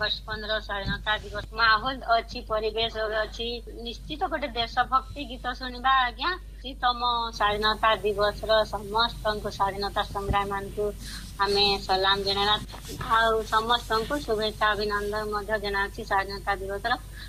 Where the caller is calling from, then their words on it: Bargarh, Odisha, India; ହଁ ଆଜ୍ଞା ନମସ୍କାର, ମୁଁ ବରଗଡ଼ରୁ